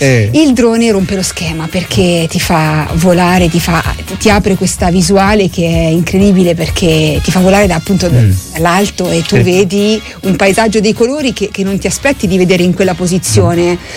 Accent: Arezzo, Tuscany, Italy; io vengo dalla città di Arezzo.

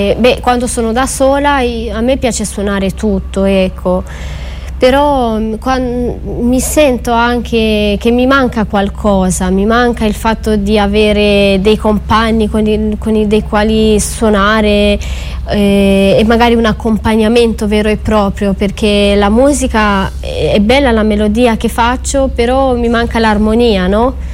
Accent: Romania; born or raised there; Italian is a second language; now in Italy

